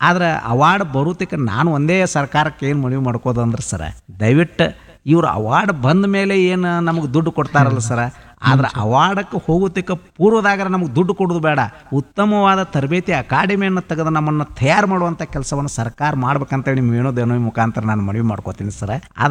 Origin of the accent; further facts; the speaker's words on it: Belagavi, Karnataka, India; ನಮ್ಮ ಬೆಳಗಾವಿ ವೇಣುದನಿ ಮಾಡ್ತಾ ಇದೆ.